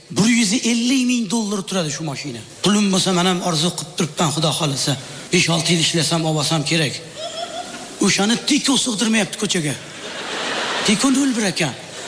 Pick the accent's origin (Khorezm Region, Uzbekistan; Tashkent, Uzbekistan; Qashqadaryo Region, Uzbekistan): Qashqadaryo Region, Uzbekistan; Chiroqchi; Qashqadaryodanmisiz ham, Chiroqchidanman aka dedim.